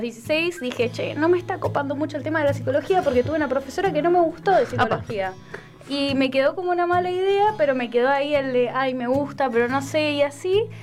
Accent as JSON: {"language": "Spanish", "town": "Quilmes", "region": "Buenos Aires Province", "country": "Argentina", "said": "yo soy de Quilmes."}